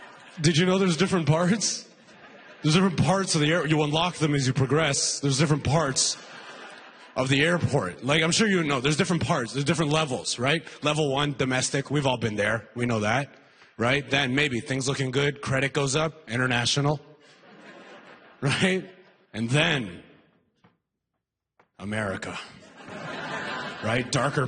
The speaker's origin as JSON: {"language": "English", "region": "Alberta", "country": "Canada", "tie": "born or raised there", "said": "black people, we are vilified in a lot of places. I've had it all. After all, I grew up in Alberta."}